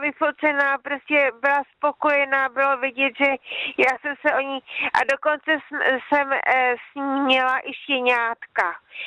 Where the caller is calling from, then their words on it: Rakovník, Central Bohemian Region, Czechia; z Rakovníka jsem tam volala